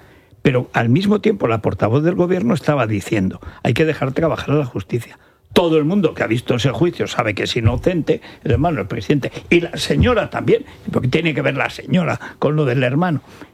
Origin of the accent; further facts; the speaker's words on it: Aragon, Spain; moved away; el problema del Matarraña es que la gente allí es tan poca. O sea, mi pueblo es que tenía entonces, cuando yo nací, 1,000 habitantes. Ahora no llega a 500.